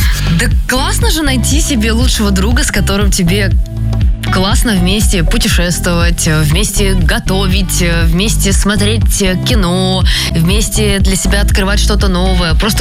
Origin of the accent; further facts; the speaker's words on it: Moscow, Russia; Ну, вы знаете, про меня говорили, что я москвичка с очень таким провинциальным запалом. Я из обычной семьи росла в Медведково, ну, то есть, чего мне быть?